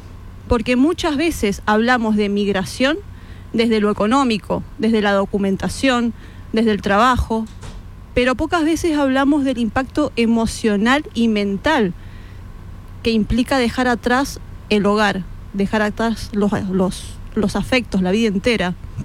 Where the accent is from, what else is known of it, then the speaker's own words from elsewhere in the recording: Mendoza, Argentina; moved away as an adult; now in Spain; Yo soy argentina y recuerdo que en mi país, específicamente en Mendoza, que es mi provincia